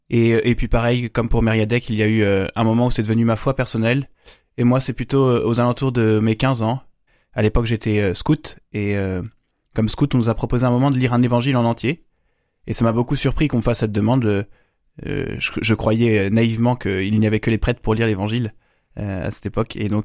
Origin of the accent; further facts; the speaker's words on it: Brest, Brittany, France; moved away as an adult; also born or lived in Nantes / Paris region; moi j'ai 30 ans, j'ai grandi à Brest jusqu'à mes 18 ans. Et puis ensuite je suis parti étudier d'abord 2 ans à Nantes, en classe préparatoire. Et puis j'ai fait ensuite 4 ans d'école d'ingénieur en région parisienne.